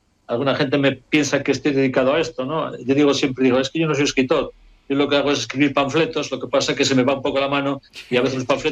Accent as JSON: {"language": "Spanish", "town": "Laguna de Duero", "region": "Castile and León", "country": "Spain", "also_born_or_lived": "Bilbao", "lives_now": "Galicia, Spain", "said": "Sabéis que soy de Laguna de Duero, de Valladolid. Ajá. Lo que pasa es que después estuve viviendo en Bilbao muchos años, me considero también medio vasco, después llevo 54 años en Galicia."}